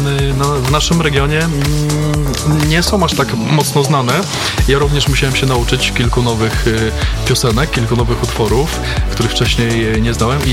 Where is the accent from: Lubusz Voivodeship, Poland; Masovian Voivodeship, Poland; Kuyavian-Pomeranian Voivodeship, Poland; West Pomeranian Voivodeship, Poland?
Masovian Voivodeship, Poland; mimo tego, że jestem z Mazowsza